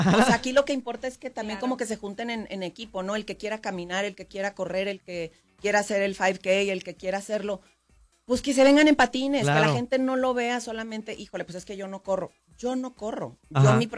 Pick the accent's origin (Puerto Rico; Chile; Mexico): Mexico; Ciudad Juárez, Chihuahua; O sí, sea, al final soy chihuahuense de Juárez, que viva, que esté, o vaya y venga aquí al Paso, Texas, pues al final somos ciudades hermanas.